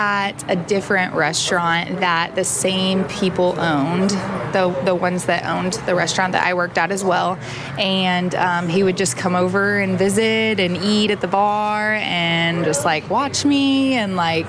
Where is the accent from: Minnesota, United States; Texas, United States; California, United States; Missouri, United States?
Missouri, United States; Bolivar; Yes, I was born and raised in Bolivar.